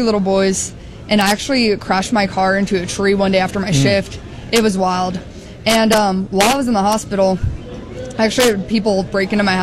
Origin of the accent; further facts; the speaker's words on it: Russell, Hays, Kansas, United States; moved away as an adult; I'm actually from Kansas.